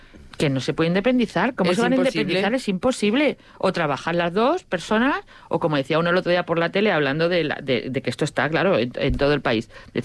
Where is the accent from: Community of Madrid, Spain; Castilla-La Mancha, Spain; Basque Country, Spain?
Community of Madrid, Spain; Madrid; Yo que soy de Madrid